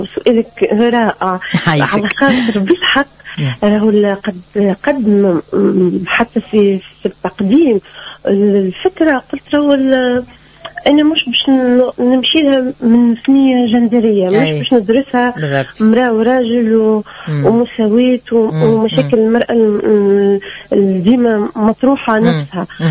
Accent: Tunisia; accent: Tunisian; إحنا لهجتنا جميلة

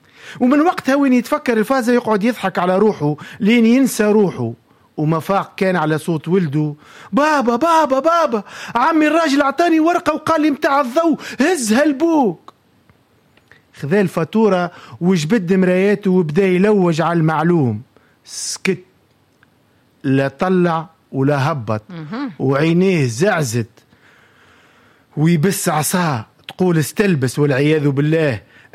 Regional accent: Tunisia; احنا تونسي

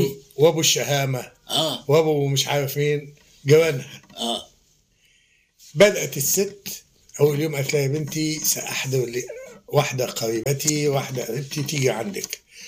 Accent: Egypt; لان احنا عندنا في مصر 16,000 موقع في المحافظات لمسرح الطفل.

